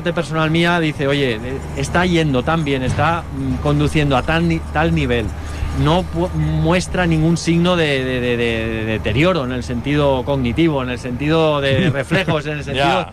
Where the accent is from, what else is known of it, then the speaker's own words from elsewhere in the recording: Barcelona, Catalonia, Spain; accent: slight Catalan; Yo soy de Barcelona. Pero tengo poco acento catalán.